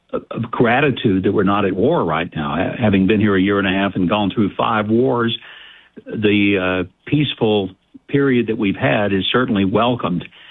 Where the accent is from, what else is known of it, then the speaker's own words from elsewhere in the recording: Arkansas, United States; moved away as an adult; now in Israel; growing up in Arkansas